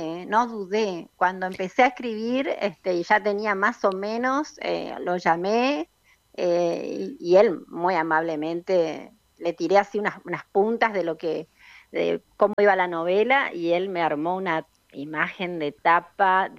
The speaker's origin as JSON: {"language": "Spanish", "region": "Corrientes", "country": "Argentina", "tie": "born or raised there", "also_born_or_lived": "Entre Ríos", "said": "a pesar de ser entrerriana, pero amo Corrientes. Y es tu lugar. Lo siento, por supuesto, porque crecí en Corrientes"}